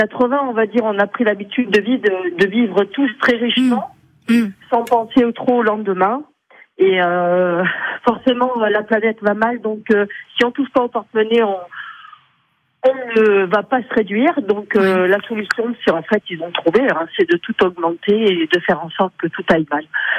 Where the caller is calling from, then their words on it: Occitanie, France; Moi, j'appelle du Lot, parce qu'on est limitrophe avec la Corrèze